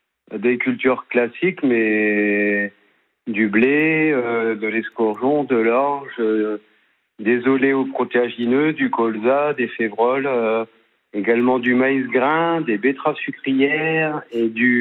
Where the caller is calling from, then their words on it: Hauts-de-France, France; Dans le 02, dans l'Aisne.